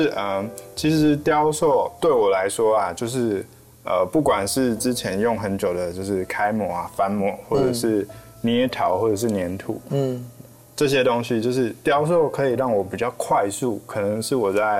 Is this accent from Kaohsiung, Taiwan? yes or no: yes; Kaohsiung, Taiwan; 我出生的地方，我住在高雄大社区，它其实旁边有个工业区，所以它是空气品质可能会有点差